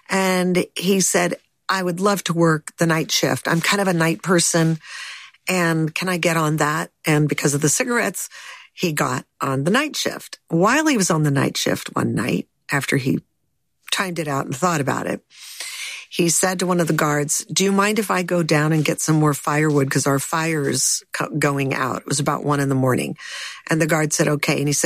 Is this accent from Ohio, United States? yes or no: no; Los Angeles, California, United States; I grew up in the Hollywood Hills.